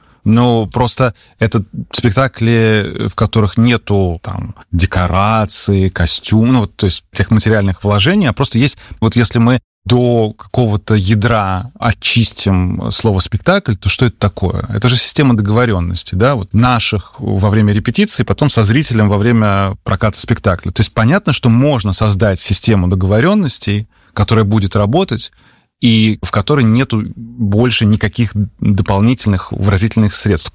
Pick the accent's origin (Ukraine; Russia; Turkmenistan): Russia; Saint Petersburg; moved away as an adult; now in Yerevan, Armenia; я же из Петербурга